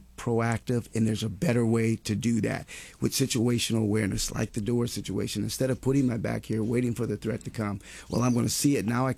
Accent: Akron, Ohio, United States; Now, I come from Akron, very small community.

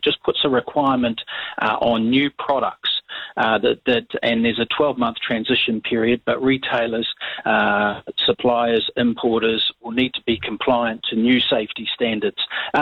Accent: Hawera, Taranaki, New Zealand; that young mother of that beautiful little 3-year-old from Hawera, my hometown

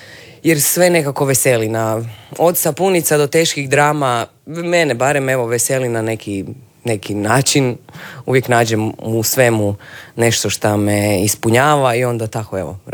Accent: Zagreb, City of Zagreb, Croatia; Iz Dubrave sam, da.

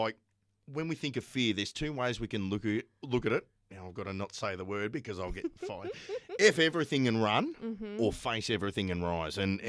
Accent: Australia; a great part of being Australian is mateship and looking out for each other

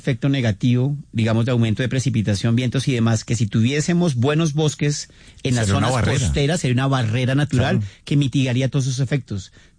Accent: Colombia

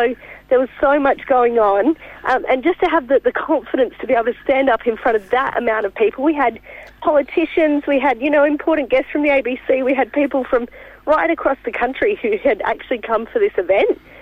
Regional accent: South Australia, Australia; I hail from South Australia, back on the mainland.

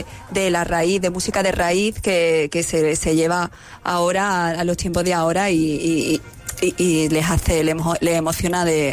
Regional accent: Almogía, Andalusia, Spain; Yo soy de Almojía

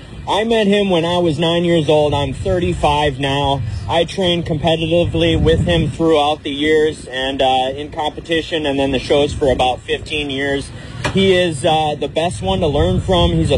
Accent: Wisconsin, United States; moved away as an adult; now in McHenry, United States; I'm from Wisconsin, moved down to Illinois in 2019

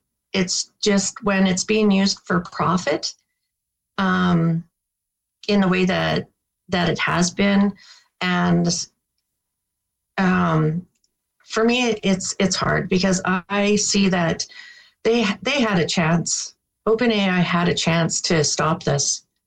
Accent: Saskatchewan, Canada; But for me, I didn't. I come from Saskatchewan.

